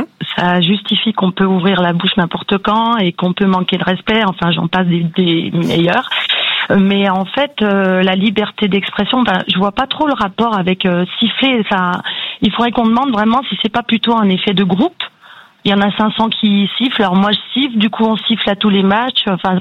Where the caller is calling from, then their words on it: Bourg-en-Bresse, Auvergne-Rhône-Alpes, France; Ben Bourg-en-Bresse